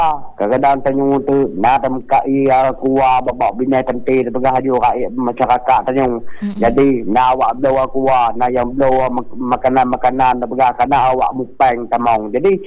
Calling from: Meulaboh, Aceh, Indonesia; lon selaku warga Melabuh lon terasa bangga

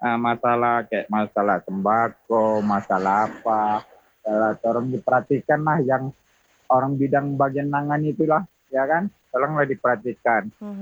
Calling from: Parepare, South Sulawesi, Indonesia

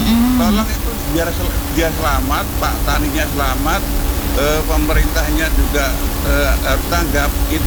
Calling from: Madiun, East Java, Indonesia; Ya, kami dari Madiun ingin ya melambat sedikit saja.

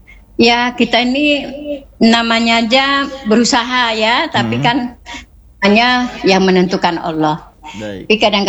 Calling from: Indonesia; kami warga RT 1 RW 03 Kampung Bulang

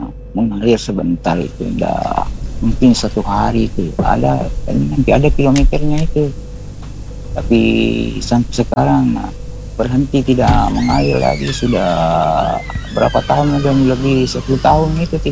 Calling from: Soppeng, South Sulawesi, Indonesia; Diwilau, Kabupaten Sopeng.

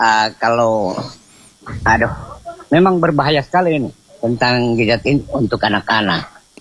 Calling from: Buol, Central Sulawesi, Indonesia; Saya mulai dari Buol Matinan, Pak.

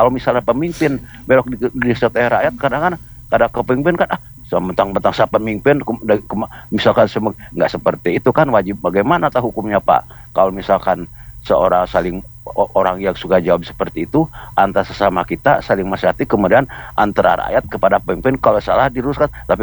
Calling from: Bandung, West Java, Indonesia; Saya dari Bandung Timur nih.

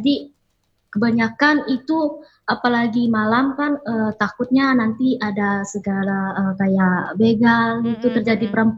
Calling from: Central Kalimantan, Indonesia; di desa kami, khususnya di desa Petak Putih.

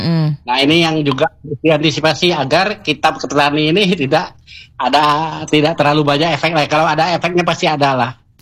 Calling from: Bangka Belitung Islands, Indonesia; seperti di desa saya ya, Desa Bululuk

